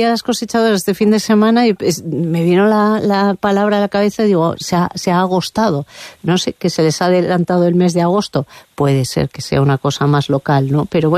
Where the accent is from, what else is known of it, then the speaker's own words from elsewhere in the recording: Ágreda, Castile and León, Spain; en mi pueblo, yo soy de Ágreda